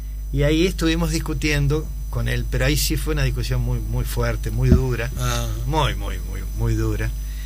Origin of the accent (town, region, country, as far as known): Spain